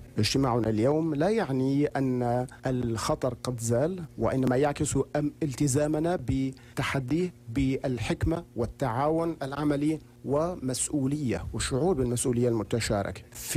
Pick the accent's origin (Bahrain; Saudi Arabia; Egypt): Saudi Arabia; كسعوديين نحن لا نهاب، ونحن أصحاب عزيمة أننا سوف نثبت هذا للعالم كله.